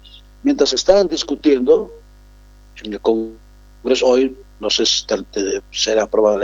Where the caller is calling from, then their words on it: Tarija, Bolivia; los tarijeños decidamos qué tipo de país que queremos